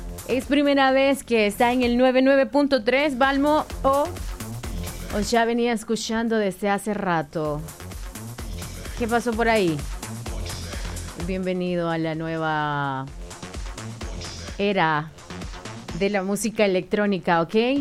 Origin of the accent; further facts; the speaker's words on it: El Salvador; Ya lo sabes, pero como salvadoreños somos. Salvadoreños somos, dicen.